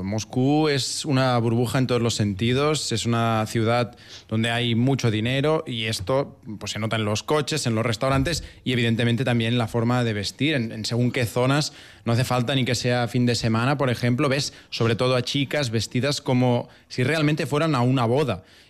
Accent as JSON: {"language": "Spanish", "town": "Barcelona", "region": "Catalonia", "country": "Spain", "moved": "as an adult", "lives_now": "Russia", "said": "en Barcelona, que es donde soy yo"}